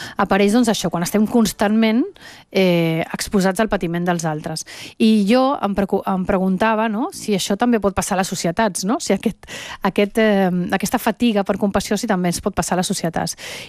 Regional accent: Venezuela; que jo també sóc de Venezuela, que tinc una connexió emocional, que forma part de la meva vida aquella terra

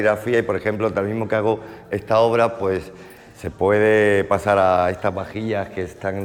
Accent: Jerez de la Frontera, Andalusia, Spain; moved away as an adult; also born or lived in Ibiza; Quizás no soy un jerezano al uso, como se dice

